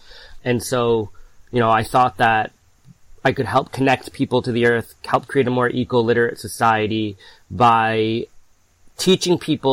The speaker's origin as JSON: {"language": "English", "area": "Hudson Valley", "region": "New York", "country": "United States", "tie": "born or raised there", "said": "And I grew up in the Hudson Valley"}